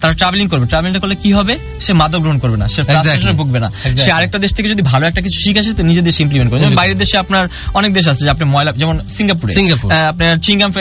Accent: Bangladesh

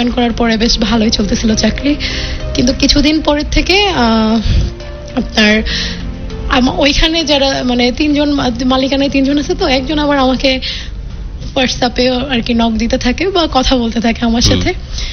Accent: Jessore, Khulna Division, Bangladesh; আমি আসলে যশোরের মেয়ে।

